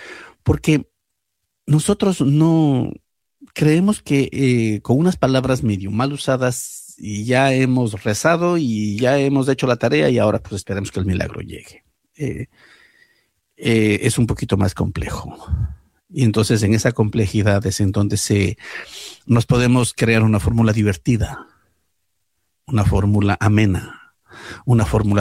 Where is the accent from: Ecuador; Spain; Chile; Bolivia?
Ecuador; now in New York, United States; En el año 1994 yo vine del Ecuador a Nueva York.